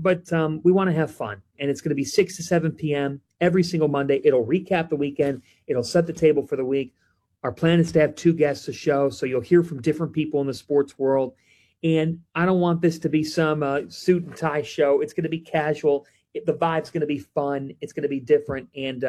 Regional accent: Cleveland, Ohio, United States; But honestly, and I don't like the pity party because I'm from Cleveland

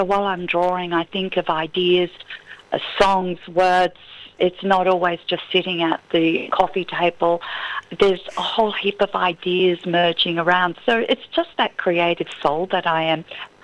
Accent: Barwon Heads, Victoria, Australia; my hometown in Barwon Heads, Ocean Grove, Geelong. It's a beautiful area

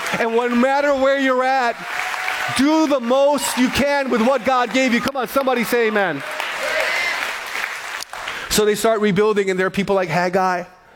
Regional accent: Kalihi, Hawaii, United States; So we grew up in Kalihi. We lived in Kalihi.

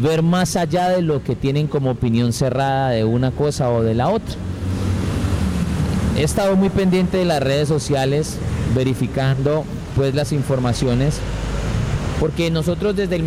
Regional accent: Cali, Valle del Cauca, Colombia

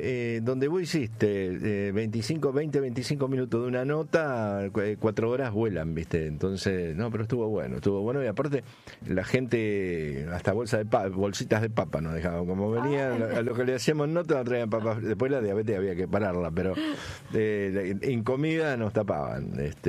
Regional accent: Pergamino, Buenos Aires Province, Argentina; moved away; medio coterráneos en un momento, por eso soy de Pergamino, yo también vengo de allá.

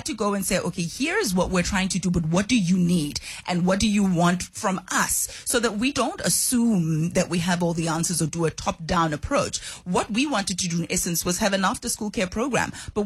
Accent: Johannesburg, Gauteng, South Africa; Look, I grew up at Dobsonville in Soweto

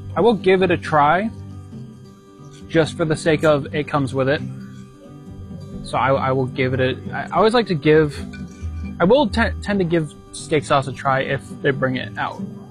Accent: United States; I grew up in the Rotse area.

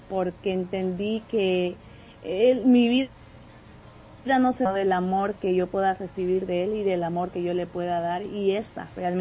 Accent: Bolivia; born there

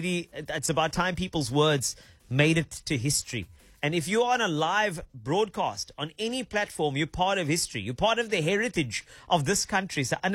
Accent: Western Cape, South Africa

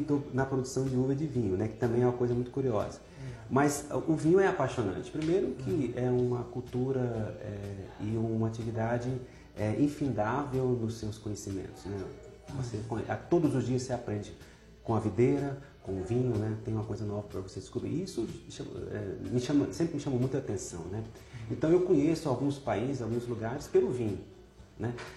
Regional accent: Catalão, Goiás, Brazil; born there; now in Brasília, Brazil; Eu nasci em Catalão, Goiás, 300 quilômetros daqui, mas vim para cá jovem, né?

